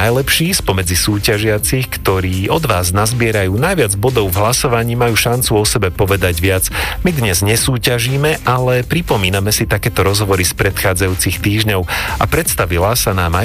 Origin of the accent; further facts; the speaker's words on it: Banská Bystrica, Banská Bystrica Region, Slovakia; now in Bratislava, Slovakia; Ja som síce z Banskej Bystrice, žijem dlhé roky v Bratislave